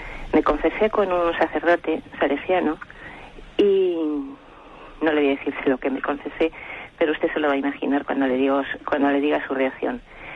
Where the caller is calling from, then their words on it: Madrid, Community of Madrid, Spain; de Madrid.